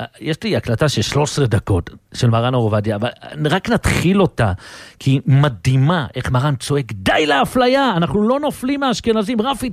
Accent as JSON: {"language": "Hebrew", "town": "Jerusalem", "region": "Jerusalem District", "country": "Israel", "tie": "born or raised there", "said": "מגיע בתור ילד ירושלמי, אמנם אשכנזי"}